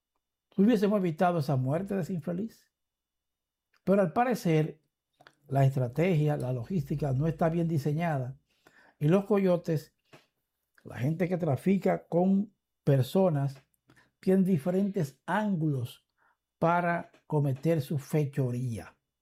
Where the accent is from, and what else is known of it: Dominican Republic